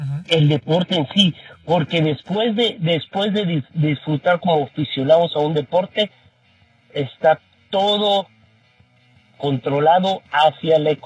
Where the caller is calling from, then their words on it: Texas, United States; De acá, de Texas.